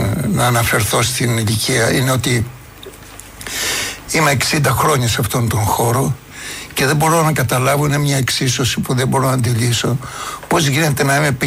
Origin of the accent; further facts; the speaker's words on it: Livadeia, Central Greece, Greece; Γεννήθηκα στη Λιβαδιά, μεγάλωσα μέχρι το 50.